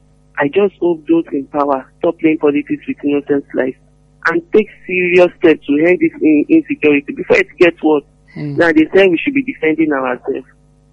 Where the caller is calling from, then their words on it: Malakia, Central Equatoria, South Sudan; Yes, sir. … calling from Malakia.